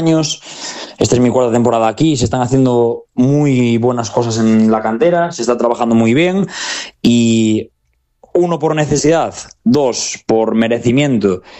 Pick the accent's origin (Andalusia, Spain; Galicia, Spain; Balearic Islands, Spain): Galicia, Spain; para mí de afinidad al ser gallego